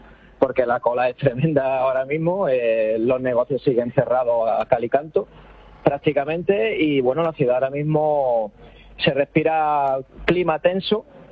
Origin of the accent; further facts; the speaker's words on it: Spain; entendemos que se nos ha abandonado como pueblo, como ciudad española que somos, ¿no?